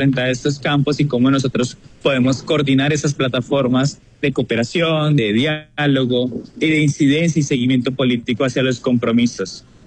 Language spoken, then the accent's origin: Spanish; Colombia; nos permite como colombianos